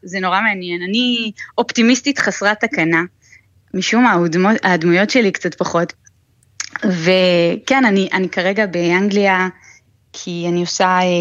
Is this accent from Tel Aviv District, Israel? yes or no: yes; Ramat Gan, Tel Aviv District, Israel; אני במקרה גדלתי ברמת גן, עיר הבירה של העיראקים בארץ.